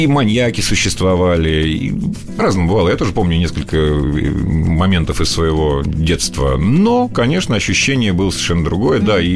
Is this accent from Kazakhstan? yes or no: yes; Northern Kazakhstan, Kazakhstan; Я родился и вырос в Северном Казахстане, как раз примерно между космодромом и ядерным полигоном в Семипалатинске.